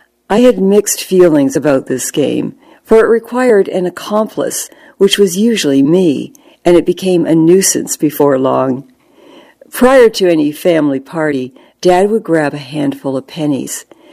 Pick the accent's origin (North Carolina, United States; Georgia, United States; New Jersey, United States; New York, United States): New Jersey, United States; born or raised there